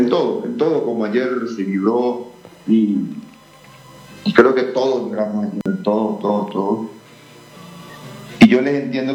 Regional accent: Paraguay; now in Peru

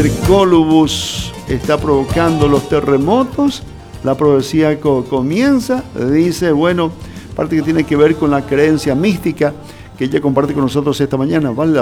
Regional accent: Paraguay; nuestra identidad, como paraguayos, una gran nación

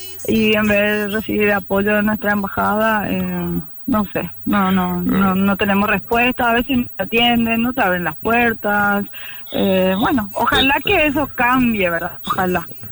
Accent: Paraguay; moved away as an adult; now in Argentina; como paraguaya residente en la Argentina.

